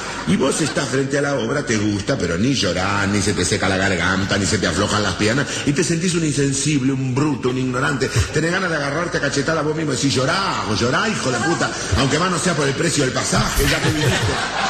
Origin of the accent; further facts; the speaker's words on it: Argentina; lo vivo que son los tanos para explotar el turismo y lo boludo que somos los argentinos.